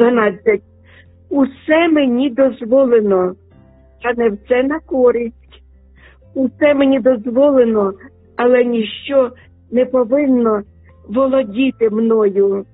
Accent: Sumy Oblast, Ukraine; moved away; на мою рідну Україну, на мою рідну Сумщину, в мою рідну церкву Різдва

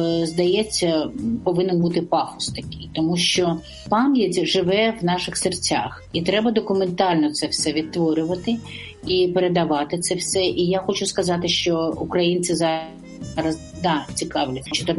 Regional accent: Odesa, Odesa Oblast, Ukraine; born there; я народилась в Одесі.

